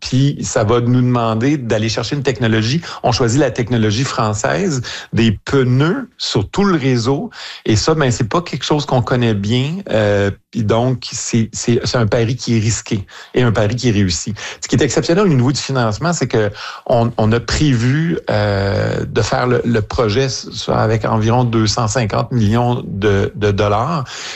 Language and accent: French; Montreal, Quebec, Canada; ouais, chez nous à Montréal, c'est le maire Sarto Fournier qui est le maire de Montréal.